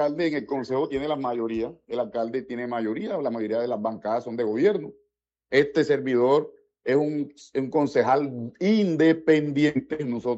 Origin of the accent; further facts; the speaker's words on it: Cartagena, Bolívar, Colombia; yo soy cartagenero